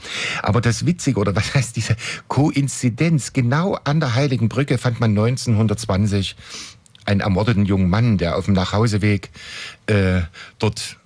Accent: Dresden, Saxony, Germany; ich bin in Dresden groß geworden

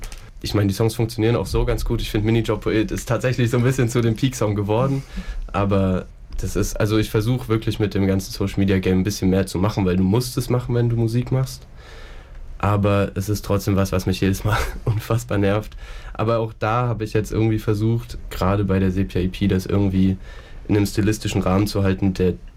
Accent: Weimar, Thuringia, Germany; moved away; ich komme ja aus Weimar

